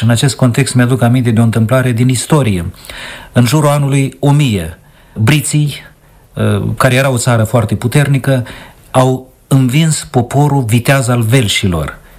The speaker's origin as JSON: {"language": "Romanian", "country": "Moldova", "lives_now": "Chișinău, Moldova"}